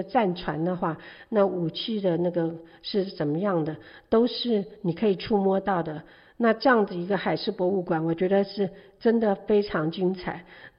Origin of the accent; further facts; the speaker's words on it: China; 我认为他这就是他理想的退休生活，那跟我们中国人是非常不一样的